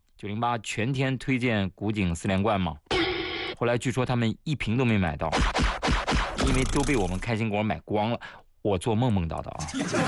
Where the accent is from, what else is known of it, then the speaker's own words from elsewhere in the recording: Shanxi, China; because 我是山西人。